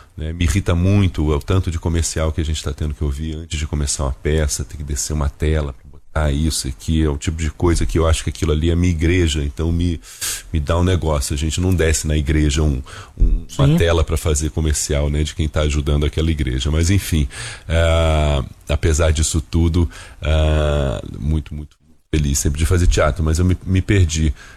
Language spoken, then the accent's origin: Portuguese; Rio de Janeiro, Brazil; born there; also born or lived in Brasília / United States / Portugal; Com 4 anos eu fui parar no Rio de Janeiro e lá fiquei.